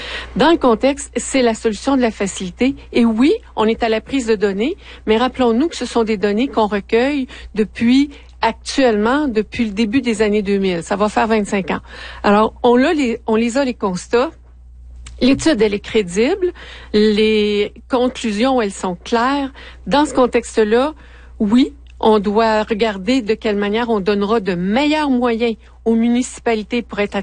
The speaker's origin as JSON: {"language": "French", "town": "Baie-Comeau", "region": "Quebec", "country": "Canada", "moved": "yes", "said": "moi, je viens de la Côte-Nord, Baie-Comeau."}